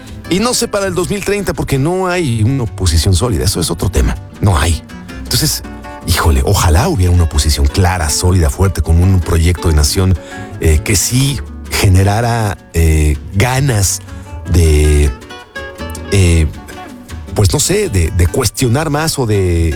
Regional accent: Mexico

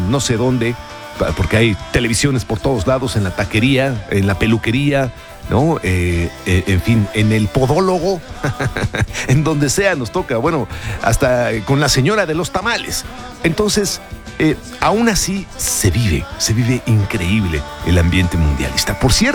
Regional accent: Mexico; siendo mexicanos

